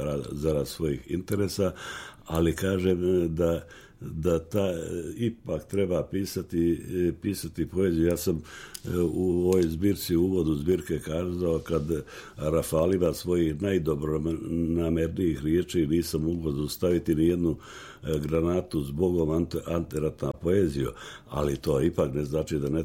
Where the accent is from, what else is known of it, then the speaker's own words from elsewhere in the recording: Berane, Berane Municipality, Montenegro; also born or lived in Vrbica / Petnica; život u Beranama, u mom rodnom kraju Vrbici, Petnici i u Crnoj Gori prije svega